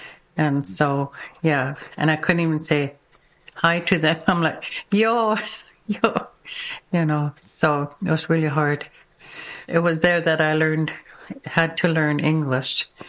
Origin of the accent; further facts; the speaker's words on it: Turner Island, British Columbia, Canada; first language Kwakwala; also born or lived in Alert Bay / Fort Rupert; I was born in Alert Bay and then raised for a little bit of time here in Tsakis, Fort Rupert. And then my grandparents, then I grew up in Turner Island and I grew up with them.